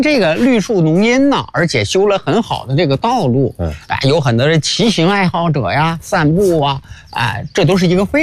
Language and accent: Chinese; Hebei, China; 我们柳泉镇的南房上村